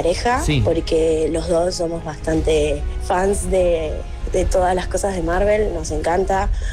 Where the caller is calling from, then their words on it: Lanús, Buenos Aires Province, Argentina; soy de Lanús